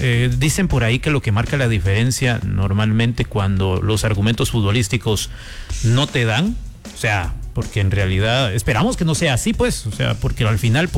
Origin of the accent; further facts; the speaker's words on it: Guatemala; Somos guatemaltecos, por supuesto.